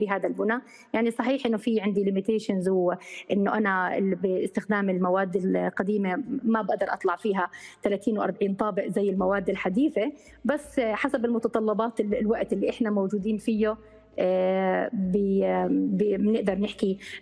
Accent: Jordan; واحنا عندنا بالاردن

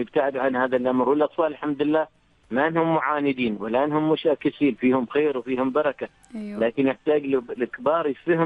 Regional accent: Oman; وإحنا كشعب كعمانيين

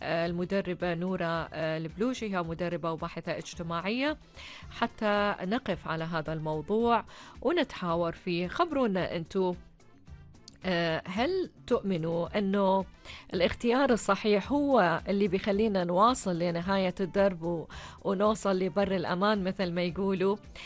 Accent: Oman; عندنا في عمان

